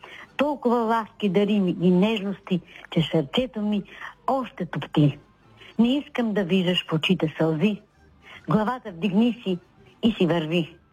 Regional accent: Plovdiv, Plovdiv Province, Bulgaria; Аз дойдох от Пловдив, сладичка, младичка, в захарния завод

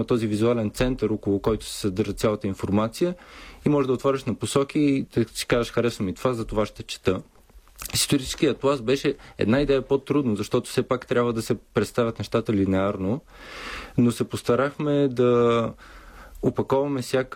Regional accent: Brazil; Примерно полинезийската митология, или въпреки че съм от Бразилия, нищо не знаех и за бразилската митология.

